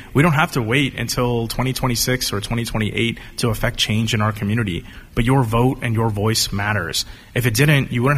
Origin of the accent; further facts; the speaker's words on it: Bakersfield, California, United States; As a son of immigrants from Mexico, I grew up in Bakersfield in a working class family